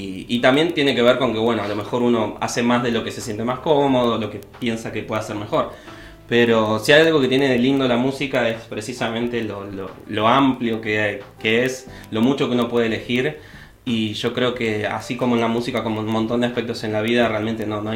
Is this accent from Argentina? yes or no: yes; Cipolletti, Río Negro, Argentina; moved away as an adult; also born or lived in Córdoba; realmente viví muy poca parte de mi vida en Córdoba. Yo estuve todo lo que es primario, secundario y demás en Río Negro, en Cipolletti, y después estuve un año en Córdoba y después me vine para acá. Entonces realmente no he pasado demasiado tiempo viviendo ya en Córdoba.